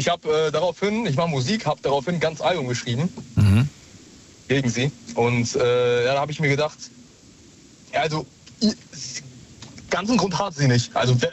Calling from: Dortmund, North Rhine-Westphalia, Germany; Ich komme aus Dortmund.

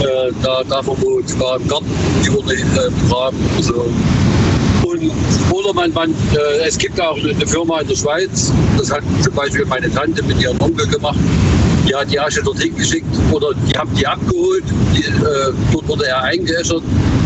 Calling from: Fellbach, Baden-Württemberg, Germany; Ja, Fellbach.

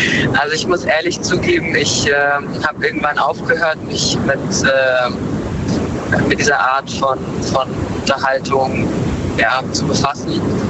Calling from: Frankfurt, Hesse, Germany; aus Frankfurt.

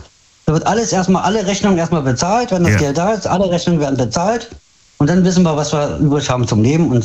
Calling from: Hanover, Lower Saxony, Germany; Hannover.

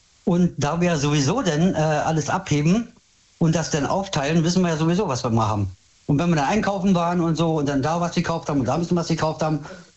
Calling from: Hannover, Lower Saxony, Germany; Hannover.

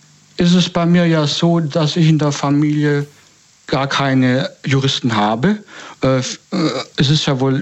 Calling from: Baden-Württemberg, Germany; Ich komme aus der Gegend Stuttgart.

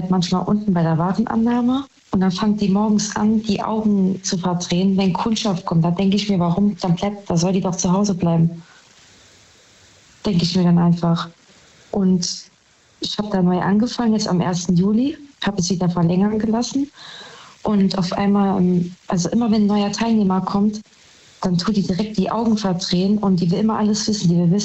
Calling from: Saarbrücken, Saarland, Germany; Saarbrücken.

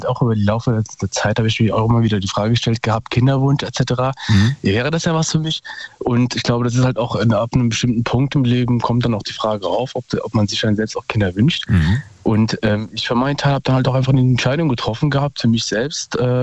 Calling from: Hesse, Germany; Ich bin hier aus Umgebung Darmstadt.

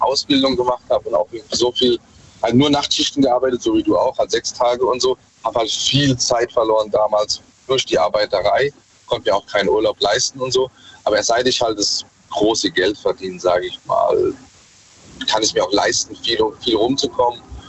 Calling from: Mannheim, Baden-Württemberg, Germany; Aus Mannheim.

